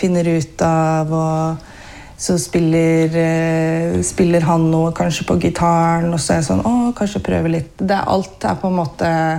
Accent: Geilo, Buskerud, Norway; Ja, jeg kommer fra Hallingdal, da. Jeg kommer fra Geilo, men det hører man ikke så godt heller. Men oppvokst på Geilo, men familien fra Vestlandet, da.

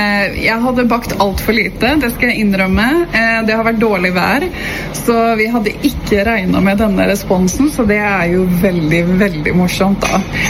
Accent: Oslo, Norway; born there; also born or lived in Sweden; Jeg er født i Oslo, men så har jeg bodd i Sverige de siste 23 årene.

